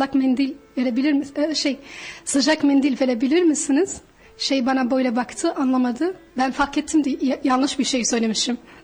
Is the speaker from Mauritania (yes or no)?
yes; Mauritania; Turkish is a second language; now in Turkey; Aslen Moritanyalıyım ama birkaç yıldır Türkiye'de yaşıyorum.